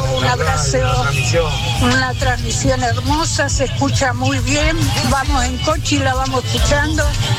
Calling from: Punta Alta, Buenos Aires Province, Argentina; Todo nuestro cariño desde Punta Alta

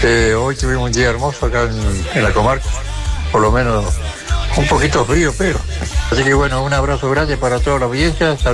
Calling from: Carmen de Patagones, Buenos Aires Province, Argentina; de Carmen de Patagones. Te estoy escuchando por la 88.5 Radio Centro. Viedma, Patagones, Viedma, la comarca.

